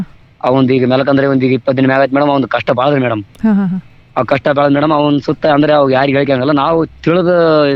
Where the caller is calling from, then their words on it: Yadgir district, Karnataka, India; ಯಾದಗಿರಿ ಜಿಲ್ಲಾ ಸುರಪುರ ತಾಲೂಕು ಆಲಗೇರಿ … ಅಂತ ಮೇಡಮ್.